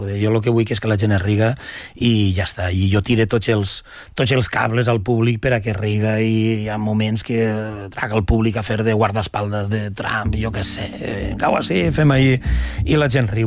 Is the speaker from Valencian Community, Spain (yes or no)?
yes; Valencian Community, Spain; A nivell teatral em costa molt, sempre ho he dit, em costa molt, i vinc del País Valencià, és una cosa que sempre m'ha calfat molt el cap, no?